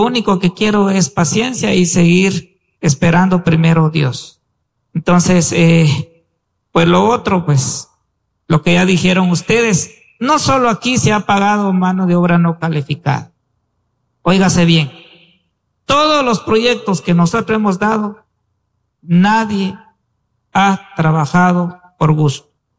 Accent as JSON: {"language": "Spanish", "country": "Guatemala", "tie": "born or raised there", "also_born_or_lived": "Guatemala City", "said": "Yo aquí nací, aquí crecí y regresé otra vez a mi pueblo."}